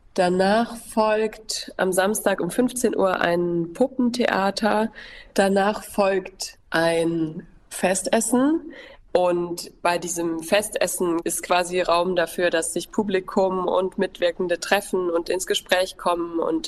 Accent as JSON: {"language": "German", "town": "Vorst", "region": "North Rhine-Westphalia", "country": "Germany", "tie": "born or raised there", "said": "Die Idee kam so, dass wir den Ort sehr gut kennen. Wir sind hier selber aufgewachsen auf dem Hof in Vorst und sind aber beide in andere Richtungen gegangen."}